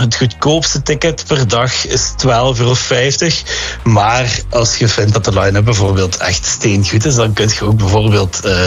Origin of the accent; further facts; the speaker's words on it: Limburg, Belgium; Zeker als Limburger